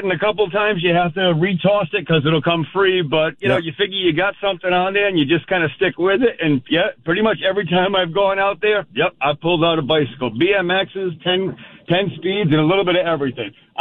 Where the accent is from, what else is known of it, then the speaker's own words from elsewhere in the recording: Gloucester, Massachusetts, United States; Well, I grew up in Gloucester, and I'm over 50 years old.